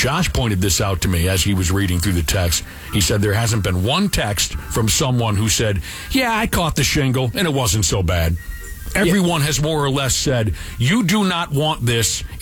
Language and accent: English; Wayzata, Minnesota, United States; I'm from the Twin Cities. You have to understand, if I was from north of 694, I probably would have more knowledge on herpes.